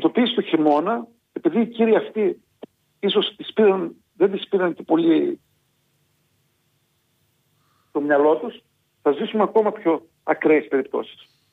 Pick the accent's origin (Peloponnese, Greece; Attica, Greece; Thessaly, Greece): Thessaly, Greece; Χαρακτηριστικό παράδειγμα σας αναφέρω ότι στο χωριό μου, το οποίο είναι η μητέρα Καρδίτσα, έχει γυμνάσιο.